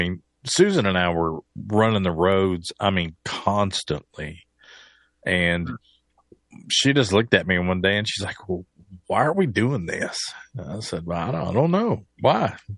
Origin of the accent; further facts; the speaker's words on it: Bristol, Tennessee, United States; moved away; my hometown of Bristol, Tennessee.